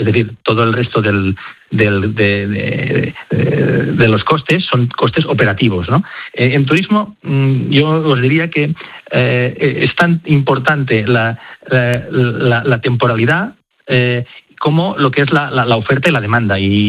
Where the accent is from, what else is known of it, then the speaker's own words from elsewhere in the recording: Spain; España no solamente es una potencia a nivel receptivo, sino que también somos muchos los españoles que viaja